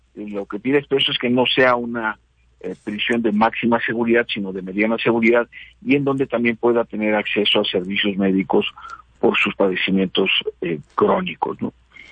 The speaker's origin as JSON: {"language": "Spanish", "country": "Mexico", "said": "como mexicano y como universitario"}